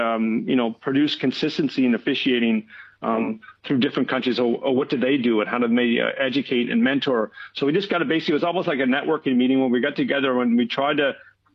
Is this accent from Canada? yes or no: yes; Canada; now in Adelaide, Australia; when I grew up in Canada, when I was in my 20s playing in those, I guess, small towns, there was 50,000 people and there was six rinks.